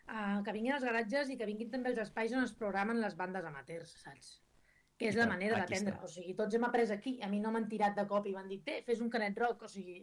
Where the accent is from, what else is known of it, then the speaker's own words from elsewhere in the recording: Vilassar de Dalt, Catalonia, Spain; jo soc de Vilassar de Dalt